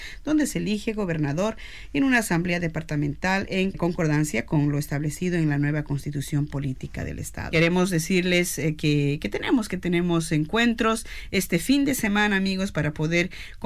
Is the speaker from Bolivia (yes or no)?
yes; Bolivia; Somos bolivianos, agarrémonos de las manos y apoyemos y sigamos con esta tradición como es nuestra Bolivia.